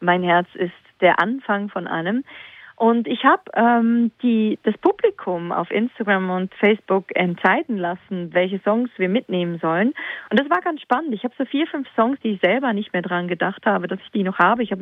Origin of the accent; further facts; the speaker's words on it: Switzerland; Die Schweiz ist meine Heimat. Die Schweiz sind meine Wurzeln. Und bis heute ist es natürlich die Energie, die ich habe, tanke ich auch immer wieder in der Schweiz. Wenn ich nach Hause komme, wenn ich zu Hause bin, ich genieße die Berge, ich genieße die Natur.